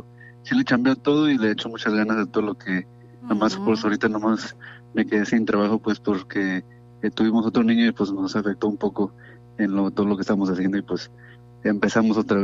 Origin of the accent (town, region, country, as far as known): Jalisco, Mexico; now in Santa Ana, United States